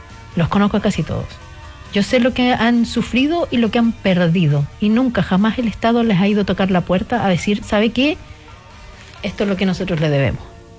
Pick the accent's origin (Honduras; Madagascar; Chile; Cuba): Chile